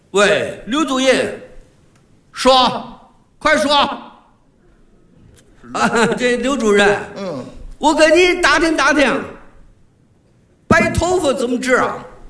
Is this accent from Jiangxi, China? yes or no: no; Tianjin, China; accent: Tianjin dialect; 我们天津话